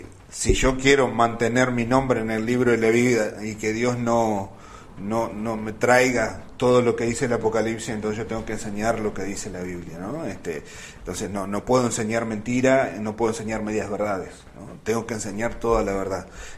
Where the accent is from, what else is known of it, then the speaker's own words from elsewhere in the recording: Uruguay; somos un país laico, no tenemos religión y bueno, nosotros no creemos en nada. Como uruguayos nos jactamos de eso